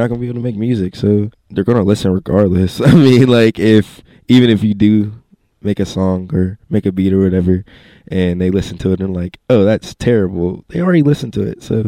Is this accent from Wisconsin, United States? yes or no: no; Pittsburgh, Pennsylvania, United States; born there